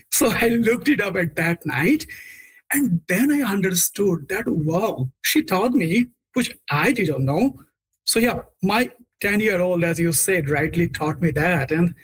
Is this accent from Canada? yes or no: no; Bangladesh; As you already know that I'm from Bangladesh, right?